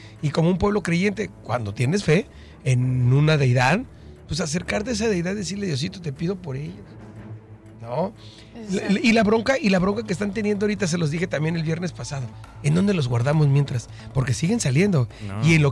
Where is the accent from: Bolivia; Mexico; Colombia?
Mexico; Como mexicanos ya lo vivimos en diferentes etapas de la vida de nuestro país